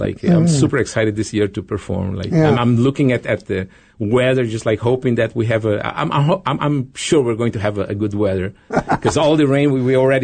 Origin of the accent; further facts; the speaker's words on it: Brazil; now in Winnipeg, Canada; I remember when I moved from Brazil, I was a little bit scared about the size of the city